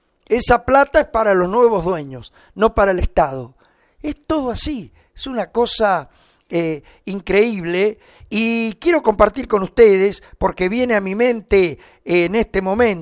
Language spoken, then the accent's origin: Spanish; Argentina